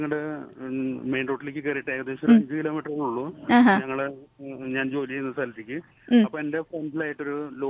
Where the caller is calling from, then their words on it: Perinjanam, Kerala, India; പെരിങ്ങനം സംസാരിക്കുന്നു.